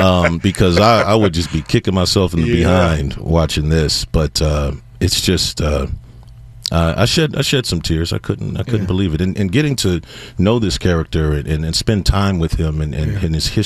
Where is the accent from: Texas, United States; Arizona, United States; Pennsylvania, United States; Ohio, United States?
Texas, United States; San Antonio; I'm from San Antonio